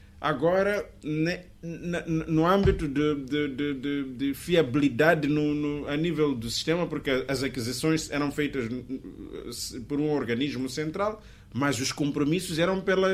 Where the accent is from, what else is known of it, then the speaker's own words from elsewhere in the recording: Mozambique; uma medida acertada, só ganhamos como moçambicanos.